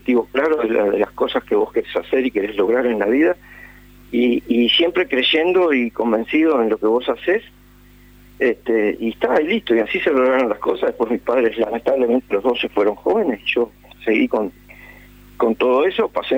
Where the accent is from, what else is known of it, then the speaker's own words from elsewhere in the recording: Mazangano, Cerro Largo, Uruguay; also born or lived in Melo; Nosotros, yo me crié en Mazangano, después ya más grande, mis hermanas, cuando nos vivimos a vivir a Melo, por temas de liceo y otras cosas, se criaron acá. Pero yo fui criado en campaña, en Mazangano